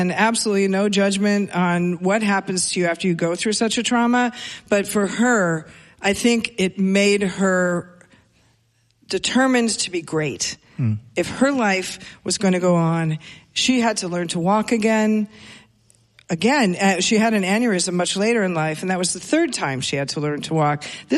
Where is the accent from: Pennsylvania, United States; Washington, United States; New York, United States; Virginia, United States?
Washington, United States; Seattle; First of all, given just my age when I grew up in Seattle, you know, I was a new wave girl